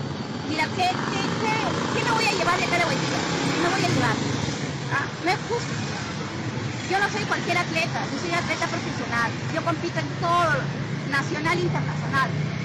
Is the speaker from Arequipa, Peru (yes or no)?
no; Lima, Peru; Y a veces uno viene de lejos, ¿no? Yo vengo de Lima, vengo a participar